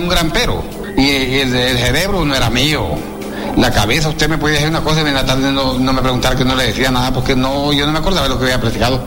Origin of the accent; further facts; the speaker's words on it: Orica, Francisco Morazán, Honduras; Yo soy de Orica